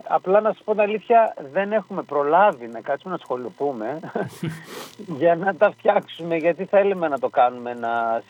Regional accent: Crete, Greece; moved away as an adult; now in Athens, Greece; Εμείς μεγαλώσαμε στην Κρήτη μεν, αλλά τα τελευταία χρόνια ζούμε στην Αθήνα, τα τελευταία 16 χρόνια.

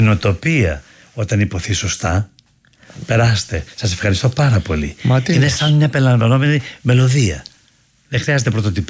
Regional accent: Greece; είμαι Έλληνας

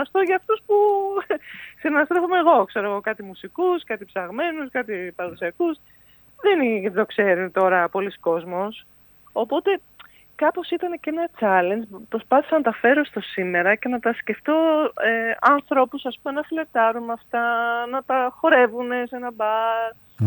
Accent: Athens, Attica, Greece; born there; Εγώ που γεννήθηκα στην Αθήνα και μένω στην Αθήνα.

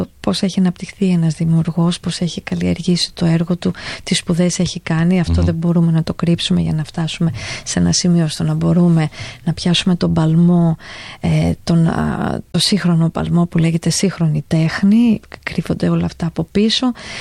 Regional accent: Trikala, Thessaly, Greece; now in London, United Kingdom; τώρα που είμαι λίγο περισσότερο χρόνο στην πόλη μας

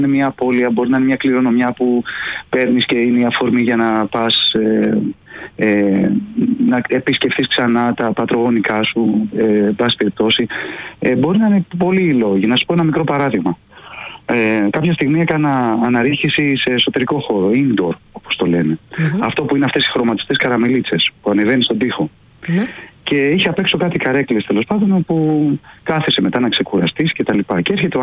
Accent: Athens, Attica, Greece; Όχι, είμαι Αθηναίος που πάω στις Κουτσουπιές

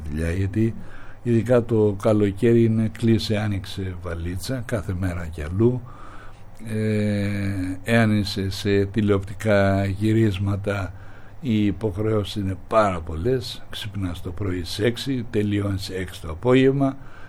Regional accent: Anogeia, Crete, Greece; also born or lived in Heraklion, Greece / Chania, Greece; Εγώ είμαι κριτικός. Το χωριό μου είναι τα Νόγια και η πόλη μου είναι τα Χανιά. Στο Ηράκλειο διαμορφώθηκε ο χαρακτήρας μου, φεύγοντας από τα Νόγια 11 χρονών μέχρι τα 16-17

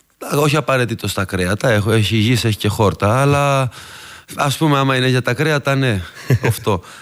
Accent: Karoti, Rethymno, Crete, Greece; moved away; Εγώ είμαι από την Καρωτή Ρεθύμνου. Το χωριό μου είναι σχετικά κοντά στη θάλασσα, 5 χιλιόμετρα από τη θάλασσα είναι. Όμως η νοοτροπία των ανθρώπων εκεί και των χωριανών μου και η δικιά μου δεν είναι αυτή του θαλασσινού, αλλά περισσότερο του Ρεσίβιου.

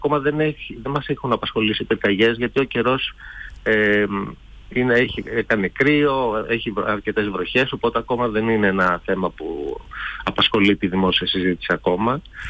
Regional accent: Antikyra, Central Greece, Greece; moved away; εγώ, ας πούμε, πηγαίνω πολύ συχνά στο χωριό μου που είναι στην Αντικειρία Βιωτίας.

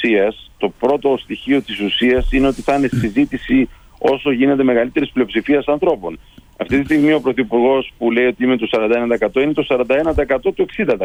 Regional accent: Greece; ως Έλληνας, με το φορτίο που κουβαλάω

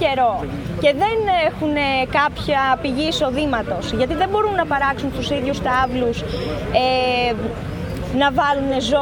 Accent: Almyros, Thessaly, Greece; και είμαι κτηνοτρόφος από τον Αλμυρό Μαγνησίας.

